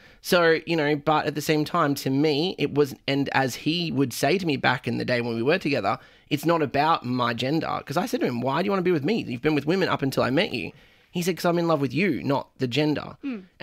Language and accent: English; Thailand; Yeah. I'm from Thailand. I love it.